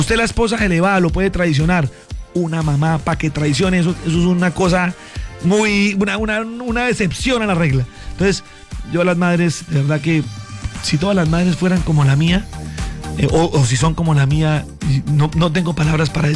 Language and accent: Spanish; Colombia; Somos colombianos dueños de este país y nos han tratado como perros. Nos han tratado como lo peor y somos dueños de este país.